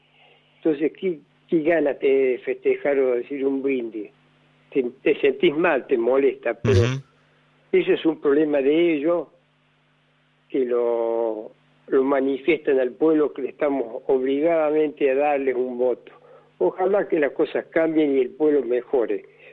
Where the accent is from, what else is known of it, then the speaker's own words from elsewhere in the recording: Córdoba, Argentina; Pero no, yo soy del barrio Alta Córdoba.